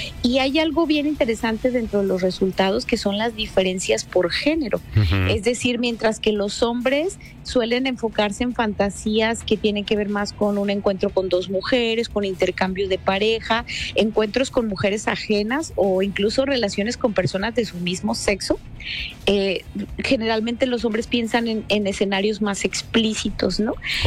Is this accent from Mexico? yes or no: yes; Mexico